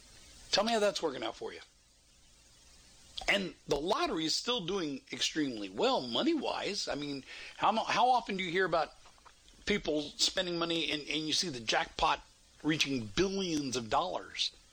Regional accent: Texas, United States; born or raised there

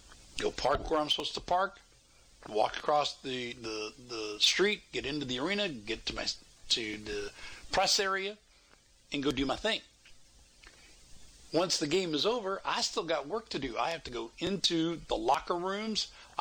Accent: Texas, United States; born or raised there

